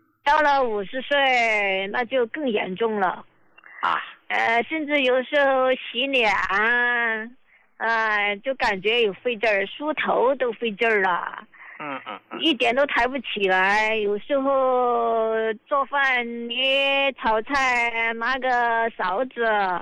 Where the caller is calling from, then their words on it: Chongqing, China; 我是重庆这边的患者。